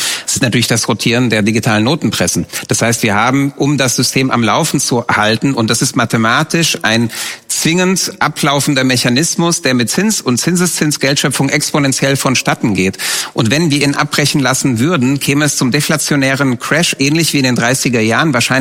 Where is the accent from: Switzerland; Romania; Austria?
Romania; moved away; Ich bin Kind des Kommunismus, ich bin in der Unfreiheit aufgewachsen, ich bin in Rumänien geboren und ich habe 89 die Wende dort miterlebt